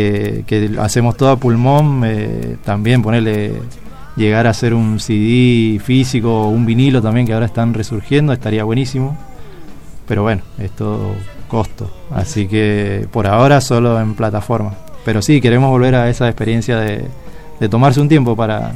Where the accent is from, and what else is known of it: Mendoza, Argentina